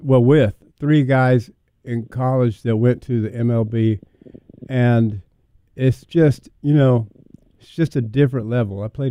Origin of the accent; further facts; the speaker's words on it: North Carolina, United States; born there; also born or lived in Alabama; I grew up in North Carolina